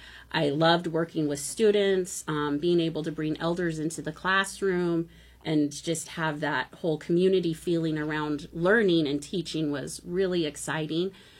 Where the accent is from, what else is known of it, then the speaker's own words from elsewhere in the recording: Juneau, Alaska, United States; I grew up in Juneau